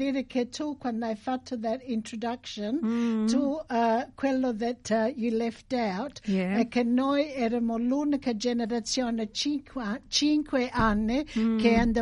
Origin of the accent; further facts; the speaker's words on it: Santa Eufemia d'Aspromonte, Calabria, Italy; born there; Io sono nata a Santa Eufemia di Aspremonte, nella provincia di Reggio Calabria.